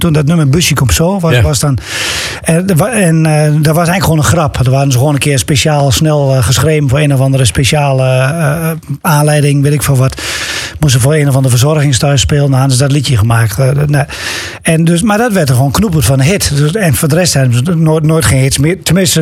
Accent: Overijssel, Netherlands; Luttenberg dan, waar ik dan zelf vandaan kom. Of vlakbij waar ik vandaan kom, zeg maar. Dat is een paar dorpjes verderop.

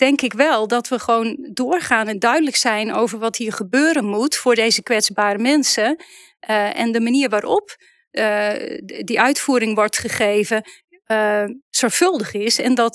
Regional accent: Netherlands; Ik kom uit Eeldewolde.

